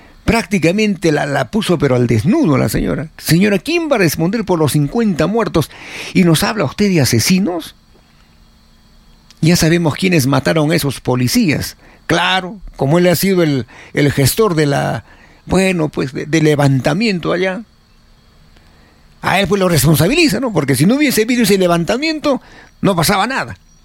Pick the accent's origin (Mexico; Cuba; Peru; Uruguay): Peru; tengo el derecho de opinar porque soy peruano.